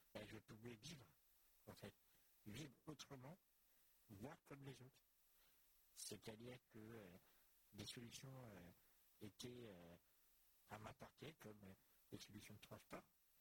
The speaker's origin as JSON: {"language": "French", "region": "Normandy", "country": "France", "tie": "born or raised there", "lives_now": "Caen, France", "said": "je suis né à Fère, dans l'Orne. Donc j'ai vécu une bonne partie de ma jeunesse donc dans un cadre du tout rural, puisque j'ai habité une petite commune qui s'appelait Pouluy, qui avait à peu près 1000 habitants, pas plus."}